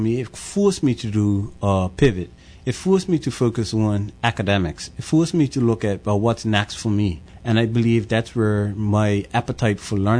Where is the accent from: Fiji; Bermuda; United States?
Bermuda; Pembroke; growing up in Pembroke, you then associate yourself with the community associations and the community clubs in Pembroke.